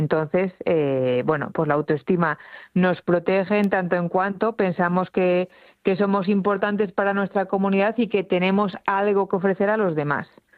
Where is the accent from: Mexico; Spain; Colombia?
Spain; Oviedo, Asturias; del naranco, porque yo soy de Oviedo